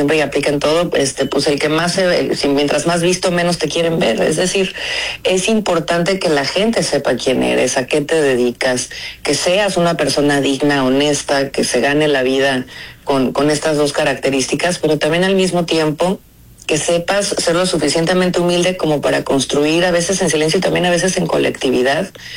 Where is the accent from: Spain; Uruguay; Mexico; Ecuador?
Mexico; Nosotros somos la cuna del pacto social más importante que nos une como mexicanos, que es la Constitución.